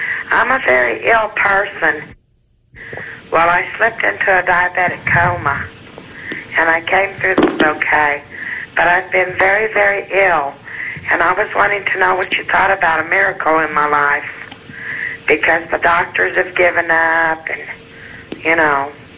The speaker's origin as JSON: {"language": "English", "town": "San Antonio", "region": "Texas", "country": "United States", "said": "I'm from San Antonio."}